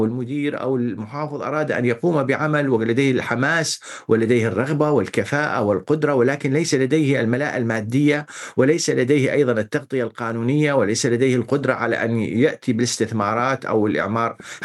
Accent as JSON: {"language": "Arabic", "country": "Syria", "said": "نحن كسوريين"}